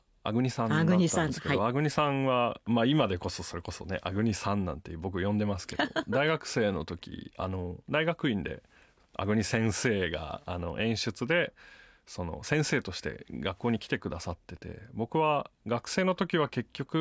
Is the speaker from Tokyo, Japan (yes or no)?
yes; Tokyo, Japan; also born or lived in Saitama; あの生まれたのは埼玉で、でまあ育ったのはというか幼稚園の途中から東京に引っ越してもずっと東京で暮らしているので、僕自身は別に関西に住んでたことはないんですけど。